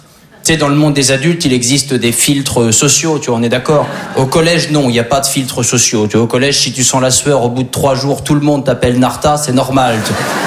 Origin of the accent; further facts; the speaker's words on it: Normandy, France; Alors moi, je suis originaire de Basse-Normandie.